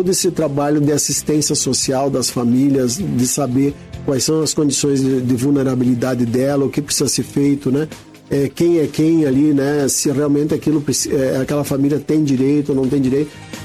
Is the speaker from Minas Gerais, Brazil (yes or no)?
no; Rio Grande do Sul, Brazil; born there; also born or lived in Paraná; now in Curitiba, Brazil